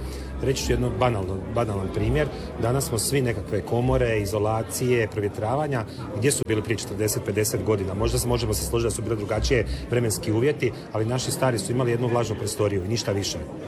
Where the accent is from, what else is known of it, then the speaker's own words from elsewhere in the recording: Piškorevci, Osijek-Baranja County, Croatia; ja sam iz Piškorevaca, ali sam mikanovački zet